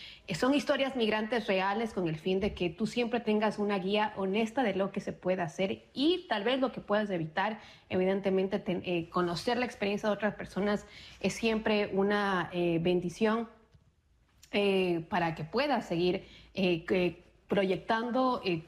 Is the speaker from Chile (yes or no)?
no; Ecuador; moved away; tenido como esta catarsis migrante, pero también como periodista, primero por la situación que pasa en mi país con respecto a los periodistas que están siendo perseguidos, silenciados, un momento muy oscuro para el periodismo en Ecuador particularmente